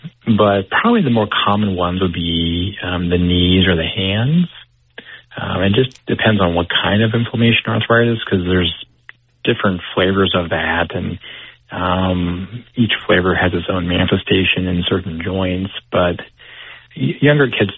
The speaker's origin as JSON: {"language": "English", "town": "Sheboygan", "region": "Wisconsin", "country": "United States", "said": "So, my roots, I'm from Sheboygan, so this is, you know, home in northeast Wisconsin."}